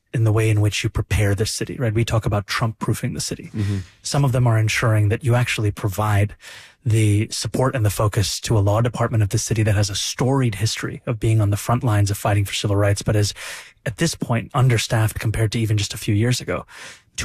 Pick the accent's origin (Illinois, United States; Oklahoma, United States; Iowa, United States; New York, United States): New York, United States